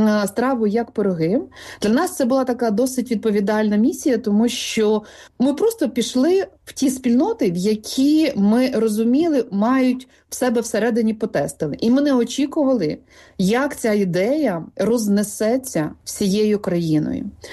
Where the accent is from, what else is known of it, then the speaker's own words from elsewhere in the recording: Polesia, Ukraine; Я з Полісся, і в моєму дитинстві не було тортів, пляцків, в моєму дитинстві були пироги на будь-які свята